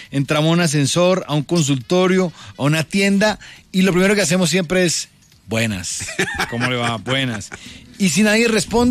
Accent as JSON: {"language": "Spanish", "country": "Colombia", "said": "hoy como colombianos debemos sentirnos muy orgullosos de que somos una especie única."}